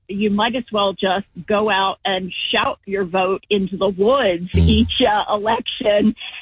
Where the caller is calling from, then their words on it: Arbutus, Maryland, United States; I've lived in the Baltimore area now for over 20 years